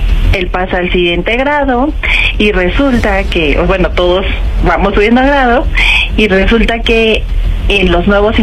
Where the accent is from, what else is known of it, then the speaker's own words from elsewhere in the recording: Mexico City, Mexico; Soy aquí de Ciudad de México.